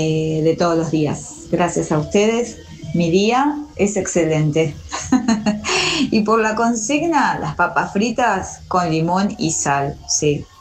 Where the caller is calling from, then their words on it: Casanova, Buenos Aires Province, Argentina; de Casanova